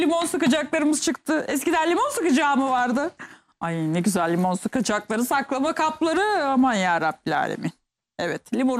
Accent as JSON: {"language": "Turkish", "region": "Konya", "country": "Turkey", "said": "Ellerinden öpüyoruz bir Konyalı olarak."}